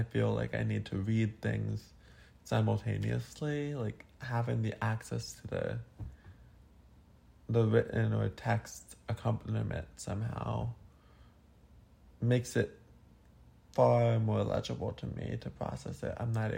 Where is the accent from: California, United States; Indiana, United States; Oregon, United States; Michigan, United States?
California, United States; I'm from California.